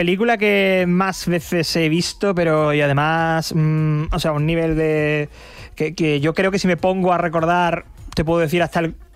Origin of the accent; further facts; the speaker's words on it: Chiclana de la Frontera, Andalusia, Spain; yo que soy de playa, pues yo soy de Chiclana, en Cádiz